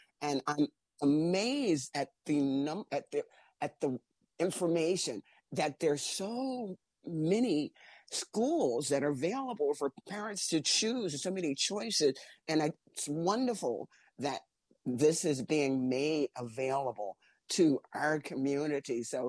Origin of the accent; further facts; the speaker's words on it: New York, United States; moved away; I'm from New York.